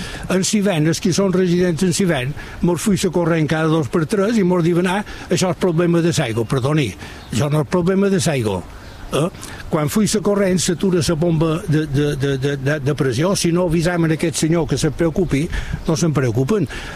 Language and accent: Catalan; Inca, Balearic Islands, Spain; born there; moved away as an adult; now in Cala Sant Vicenç, Spain; Jo som d'Inca, jo vaig néixer a Inca, però som Sant Vicenter de vocació.